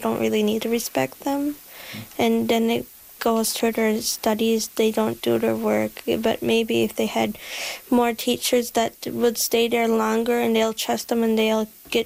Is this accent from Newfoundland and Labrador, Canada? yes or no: yes; Hopedale, Newfoundland and Labrador, Canada; I'm from Hopedale, Labrador. What led me to this program is ever since I was a little girl, I always wanted to become a teacher, but more that I got older, I realized that it was truly what I wanted, because growing up in a small community